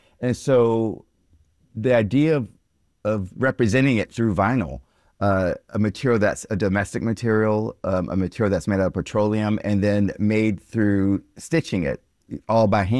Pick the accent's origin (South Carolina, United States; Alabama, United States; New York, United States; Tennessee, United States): South Carolina, United States; Yeah, I did. I grew up in South Carolina